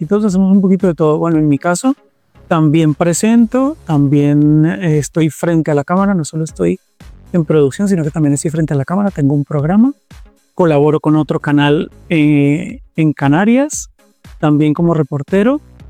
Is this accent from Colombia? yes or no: yes; Bogotá, Colombia; also born or lived in Barranquilla; Soy nacido en Barranquilla, pero me he criado la mayor parte en Bogotá.